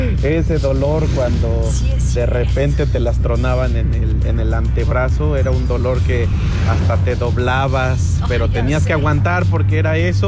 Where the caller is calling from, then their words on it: Huamantla, Tlaxcala, Mexico; desde aquí de donde yo soy, saludote de Guamán, desde Guamantla, Tlaxcala